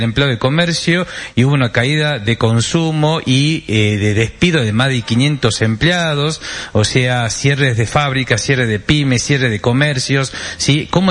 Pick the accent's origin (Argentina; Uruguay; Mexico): Argentina